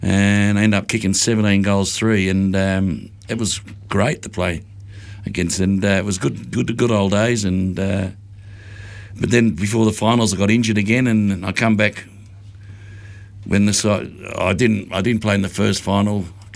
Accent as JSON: {"language": "English", "town": "Melbourne", "region": "Victoria", "country": "Australia", "tie": "born or raised there", "said": "I was born in Australia, for one. So that's a good start. I was at Queen Victoria Hospital. It's not there anymore. It was in the city. Born in Australia"}